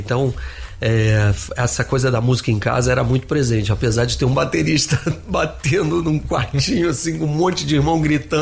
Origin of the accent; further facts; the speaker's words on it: Brasília, Federal District, Brazil; moved away as an adult; now in Rio de Janeiro, Brazil; Meu pai foi transferido pra lá na época. Nós somos cariocas e eu acabei crescendo lá. Eu fui com 3 anos de idade pra Brasília. Então, e saí de lá com 21, pra voltar pras origens, pro Rio ali.